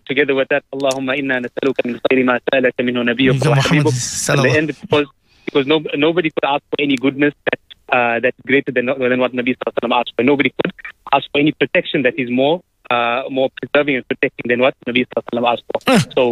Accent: Durban, KwaZulu-Natal, South Africa; I'm from Durban.

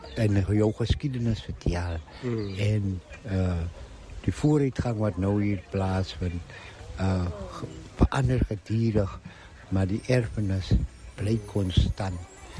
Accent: Lambert's Bay, Western Cape, South Africa; Ek is van Lambertsbaai.

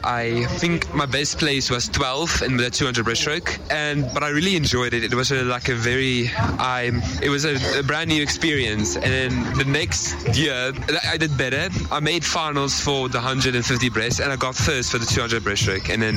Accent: South Africa; I'm from South Africa and I'm 16.

